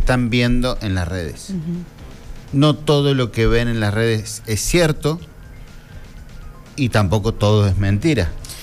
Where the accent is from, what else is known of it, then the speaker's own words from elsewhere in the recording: Córdoba, Argentina; quiero decir algo como cordobés. No está lejos de que pase acá.